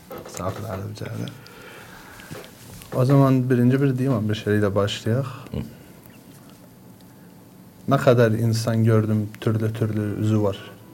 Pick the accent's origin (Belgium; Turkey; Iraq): Iraq; Tuz Khurmatu, Saladin Governorate; now in Kirkuk, Iraq; 1995 doğumluyum. Duzxurmat doğumluyum. İlk okul liseye kadar Duzxurmat'ta geçti. Ondan sonra Kerkük'te yerleştik.